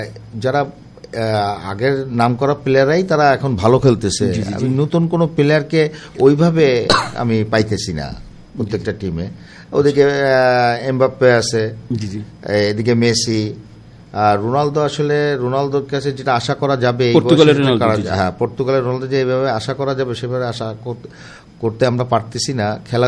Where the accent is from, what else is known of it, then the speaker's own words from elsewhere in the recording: Bangladesh; আমরাও যারা বাংলাদেশের লোক আছি